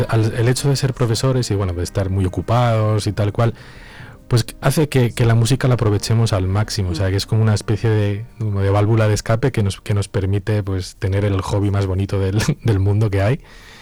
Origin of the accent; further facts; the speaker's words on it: Salamanca, Castile and León, Spain; now in Zamora, Spain; yo no soy de Salamanca, soy charro, soy de Salamanca.